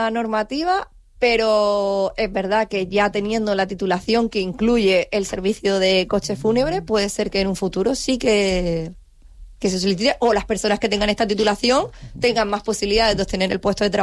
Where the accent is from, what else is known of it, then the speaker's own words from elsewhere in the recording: Granada, Andalusia, Spain; Soy granadina